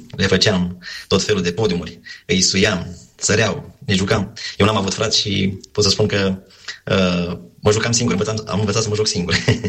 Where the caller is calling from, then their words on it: Vrancea County, Romania; eu sunt din Vrancea și suntem la 40 de kilometri de Focșani